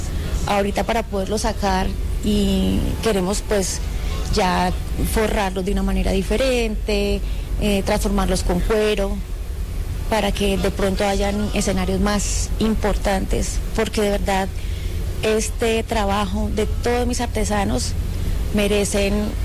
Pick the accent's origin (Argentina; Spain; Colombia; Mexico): Colombia